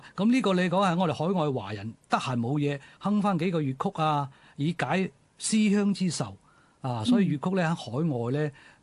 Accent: Guangdong, China; 咁第二個嚟講咧，咁我哋廣州話咧，佢個音韻特別優美

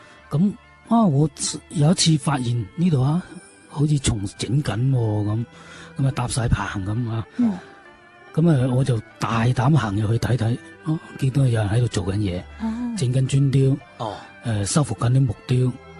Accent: Panyu, Guangdong, China; also born or lived in Shawan; 因为我生于番禺沙湾、沙湾古镇，我自细接触嘅好多建筑都系旧建筑。

